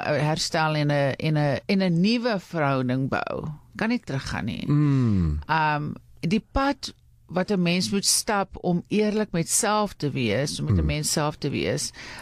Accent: Johannesburg, Gauteng, South Africa; born there; also born or lived in Western Cape; ek is hier in Johannesburg gebore.

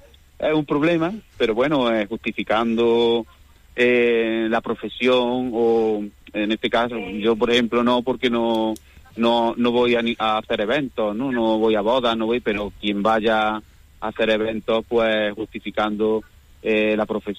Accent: Añora, Andalusia, Spain; now in Villanueva de Córdoba, Spain; Sí, sí, en Villanueva, en Añora, en mi pueblo también lo he escuchado.

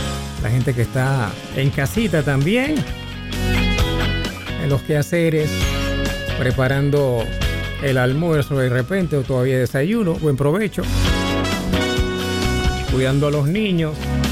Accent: Panama; Como panameños, pues todos anotamos el pronóstico a favor de nuestra sele

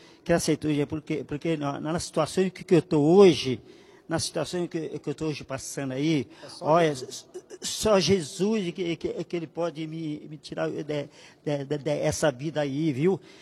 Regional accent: São Paulo, Brazil; Eu vim do Ermelino Matarazzo.

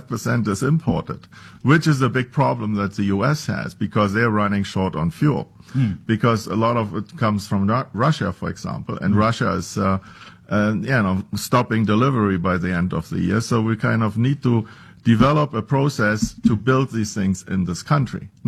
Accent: Berlin, Germany; English is a second language; moved away as an adult; now in United States; I was born and raised in Berlin. I went to school there.

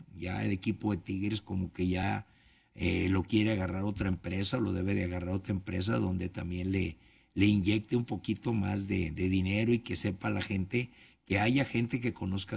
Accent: Morelia, Michoacán, Mexico; now in Monterrey, Mexico; Yo soy de Morelia, pero estoy enamorado de Monterrey porque me ha tratado bien, me ha dado la oportunidad de mi familia, de vivir aquí, de estar aquí

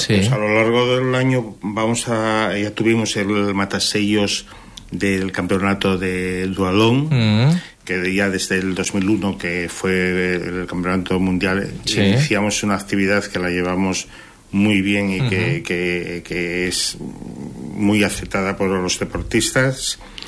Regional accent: Avilés, Asturias, Spain

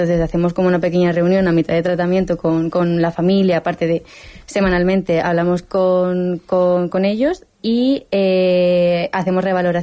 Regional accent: Castilla-La Mancha, Spain; yo de un pueblo de Toledo, cerca de Torrijos.

